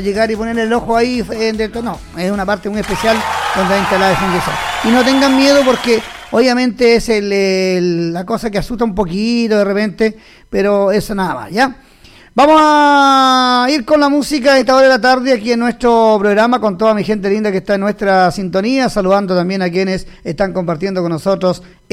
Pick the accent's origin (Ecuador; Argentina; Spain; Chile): Chile; somos chilenos